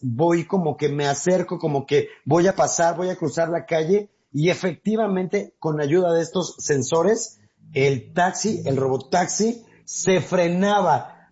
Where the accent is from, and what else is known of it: Mexico